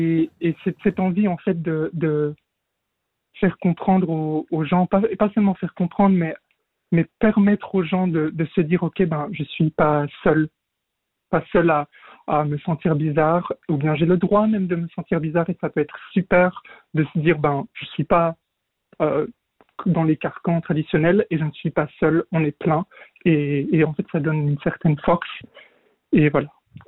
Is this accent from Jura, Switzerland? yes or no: yes; Moutier, Jura, Switzerland; J'ai grandi dans le Jura. Dans une ville qui à la base était le canton de Berne et qui ensuite a changé au Jura récemment.